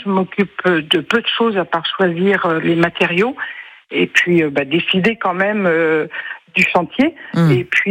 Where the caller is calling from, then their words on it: Les Sorinières, Pays de la Loire, France; Alors, moi, j'habite les Sorinières.